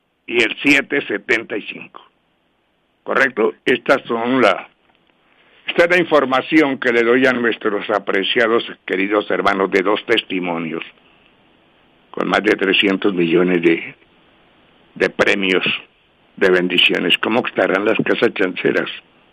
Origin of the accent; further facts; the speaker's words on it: Caribbean Region, Colombia; Soy el costeño número 500, para que no vaya a nombrarme, que es un poquito delicado mi nombre.